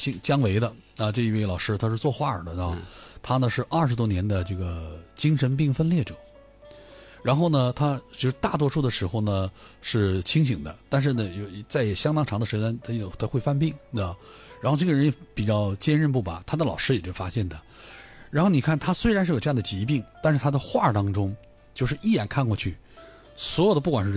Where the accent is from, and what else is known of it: China